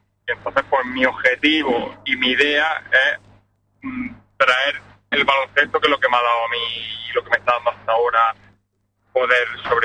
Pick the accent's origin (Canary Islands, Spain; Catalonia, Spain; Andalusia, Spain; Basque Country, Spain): Andalusia, Spain; Campohermoso; yo soy de Campohermoso